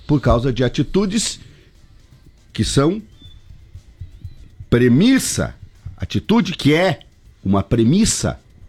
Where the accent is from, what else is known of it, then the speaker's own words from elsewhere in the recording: South Region, Brazil; nós batemos tanto no peito de que somos do Sul